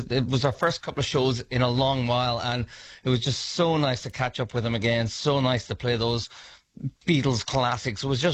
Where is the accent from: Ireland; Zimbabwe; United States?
Ireland; So it's I'm always torn, and because I'm from Ireland, you know, I can choose, you know.